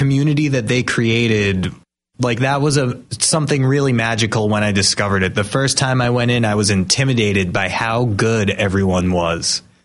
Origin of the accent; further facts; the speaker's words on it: Marshfield, United States; I mean, I grew up here in Marshfield, and when I was really young, I mean, my parents had a big influence musically.